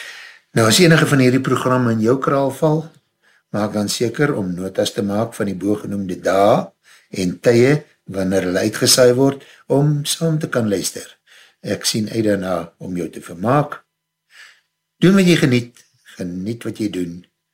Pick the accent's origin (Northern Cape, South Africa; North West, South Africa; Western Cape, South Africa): Northern Cape, South Africa; Kimberley; van Kimberley en ek saai uit op die stasie waar ons nie sag kook nie en waar ons jou deeg beweeg.